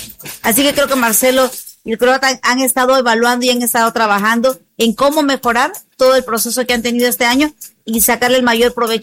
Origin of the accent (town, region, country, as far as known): El Salvador